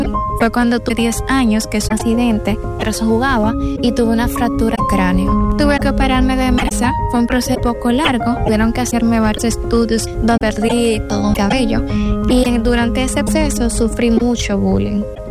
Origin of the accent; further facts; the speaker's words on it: La Altagracia, Dominican Republic; born there; Yo nací en el 2002, en la Mapa de la Altagracia, en el sector El Marindo.